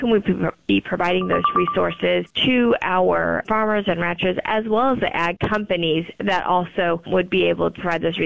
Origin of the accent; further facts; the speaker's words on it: Tulare, California, United States; I was actually born and raised, like I said, in Tulare on a dairy farm.